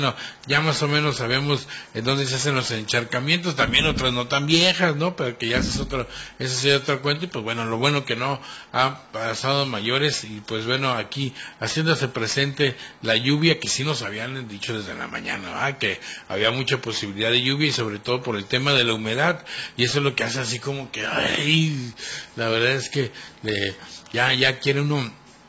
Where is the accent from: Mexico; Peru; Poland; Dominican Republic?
Mexico; todos somos mexicanos y qué bueno que hay esa diversidad.